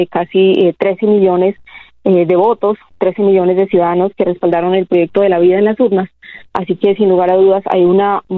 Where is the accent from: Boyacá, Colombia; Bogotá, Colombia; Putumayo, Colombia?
Putumayo, Colombia; yo vengo del departamento del Putumayo